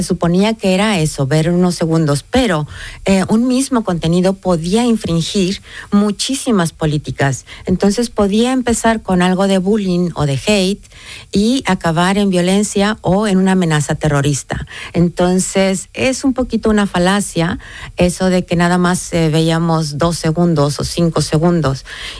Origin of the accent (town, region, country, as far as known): Mexico